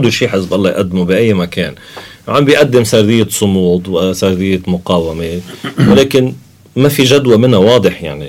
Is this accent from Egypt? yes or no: no; Lebanon